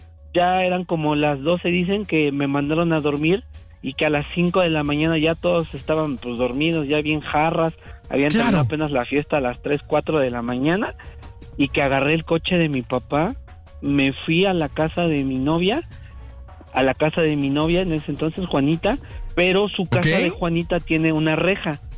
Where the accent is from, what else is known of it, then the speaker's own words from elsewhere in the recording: Cuauhtémoc, Mexico City, Mexico; Ah, justamente yo soy de la Alcaldía Cuauhtémoc